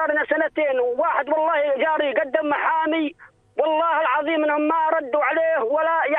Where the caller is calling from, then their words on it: Qurayqira, Aqaba Governorate, Jordan; أنا بحكي معك من قريقرة وادي عربة